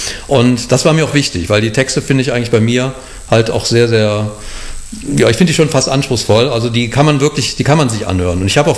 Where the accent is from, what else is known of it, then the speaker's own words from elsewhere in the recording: Cologne, North Rhine-Westphalia, Germany; bei uns wurde halt nicht Kölsch zu Hause gesprochen. Nee, ich bin also wirklich von der Pike auf in Köln aufgewachsen, habe da hier meine Schullaufbahn gemacht